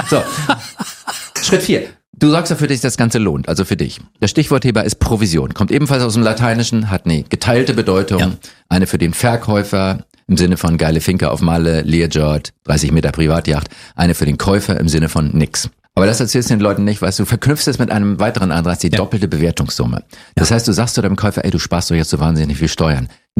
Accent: Norderstedt, Schleswig-Holstein, Germany

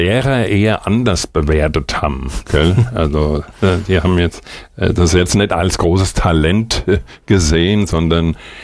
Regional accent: Hesse, Germany; Ich komme ja aus Hessen

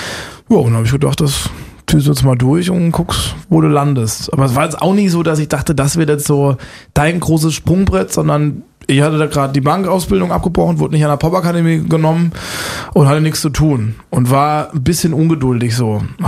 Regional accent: Busenbach, Baden-Württemberg, Germany; Aber jetzt bei mir, in meinem Heimatdorf, ist es natürlich...

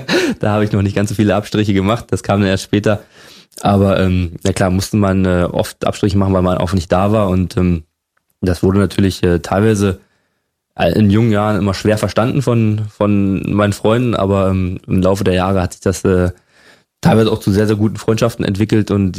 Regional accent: Berlin, Germany; Ich bin ja in Spandau groß geworden und das heißt, muss man jetzt noch sagen, im Westsystem eigentlich, da gab es keine Sportschule in dem Sinne.

